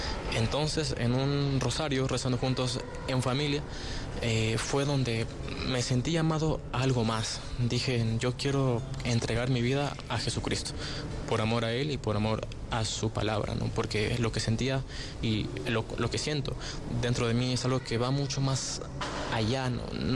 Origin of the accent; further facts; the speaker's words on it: Quito, Pichincha, Ecuador; Tengo 22 años. Soy de Quito.